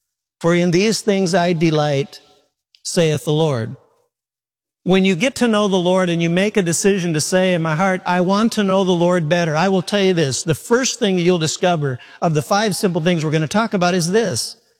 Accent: Midwest, United States; And the lightning was something I've never seen. And I'm from the Midwest.

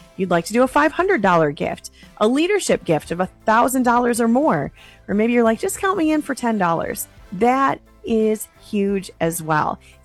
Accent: North, United States; because, like Tom, I'm also from the North and I talk pretty fast.

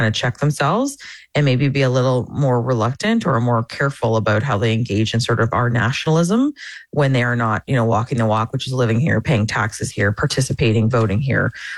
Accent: Amherstburg, Ontario, Canada; moved away as an adult

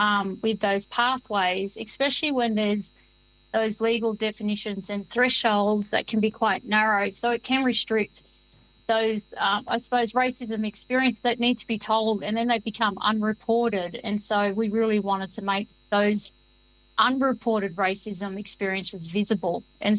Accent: Moree, New South Wales, Australia; a Gomeroi, Dungati and Ngurrubal woman, so my connections are in New South Wales. I was born and raised on Gomeroi country in Moree.

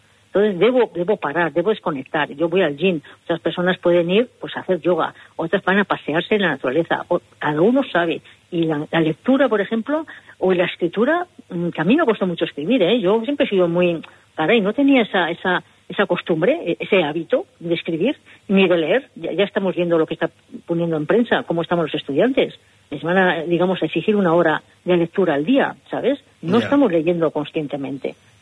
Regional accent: San Sebastián, Basque Country, Spain; Yo le llamo Biblioteca Juan San Martín, yo no conozco, soy de Donosti.

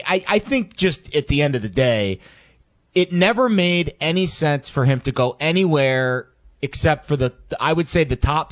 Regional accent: New York, United States; I mean, and I'm a New Yorker.

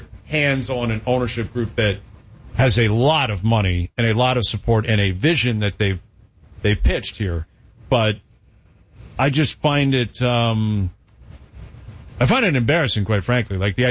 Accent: Canada; I'll say this as a Canadian hockey fan

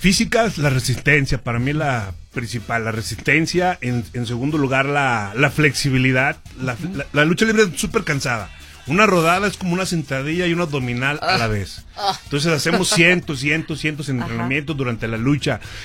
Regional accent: Durango, Mexico; moved away as an adult; now in Mexico City, Mexico; De la comarca lagunera, ajá, del norte.

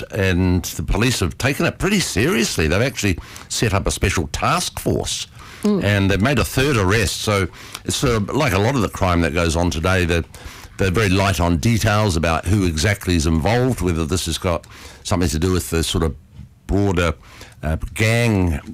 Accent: New Zealand; Growing up in New Zealand, we had one.

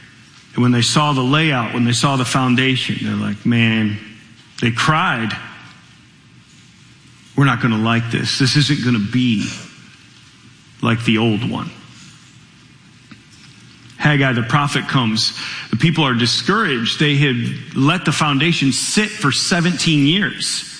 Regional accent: Michigan, United States; When I was a kid, I grew up here in Michigan, for those that might be watching somewhere else.

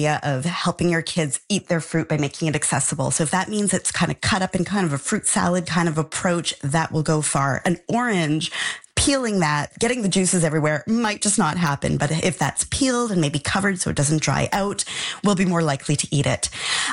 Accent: Montreal, Quebec, Canada; I'm from Montreal

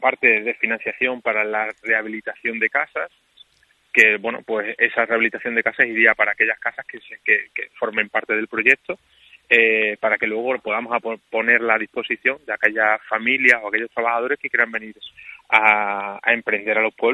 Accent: Ribera del Fresno, Extremadura, Spain; Ahora el proyecto está centrado en la comarca Tierra de Barros Sierra Grande, pues porque nosotros somos de Ribera del Fresno y porque creemos firmemente en nuestro territorio

